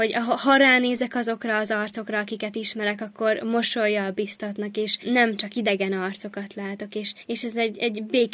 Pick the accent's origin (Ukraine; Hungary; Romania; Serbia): Ukraine; Oroszi, Zakarpattia Oblast; Orosziban születtem, és ott nőttem fel